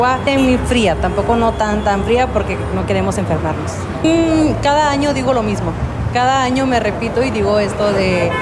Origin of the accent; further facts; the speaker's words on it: Piedras Negras, Coahuila, Mexico; now in Tapachula, Mexico; De Piedras Negras, Coahuila